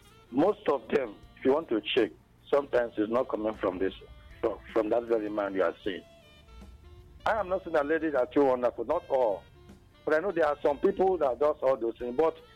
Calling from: Cross River, Nigeria; I'm calling from Cross River State.

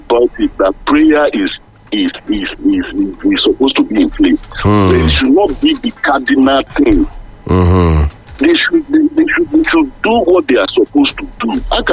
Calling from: Nigeria; I'm calling from Otija.

